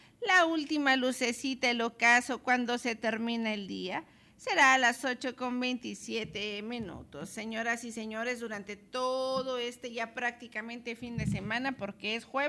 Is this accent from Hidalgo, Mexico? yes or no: no; Hidalgo del Parral, Chihuahua, Mexico; México, soy mexicano y qué ching que soy de Parral.